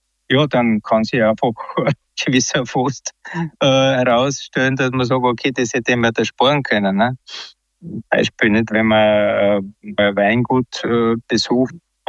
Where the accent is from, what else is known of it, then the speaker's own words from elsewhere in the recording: Styria, Austria; born there; now in Klagenfurt, Austria; in Klagenfurt zu Hause, geboren in der Steiermark, ja, in Kürze 67 Jahre jung.